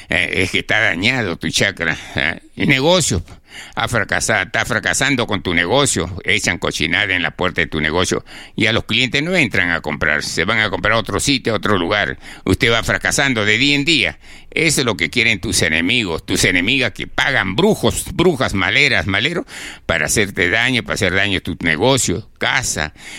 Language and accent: Spanish; Chiclayo, Lambayeque, Peru; moved away; yo me he criado con mi abuelo … que me enseñó este trabajo allá en Chiclayo, en mi tierra.